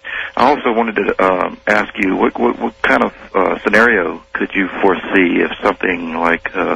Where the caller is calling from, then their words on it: Eugene, Oregon, United States; Eugene, Oregon.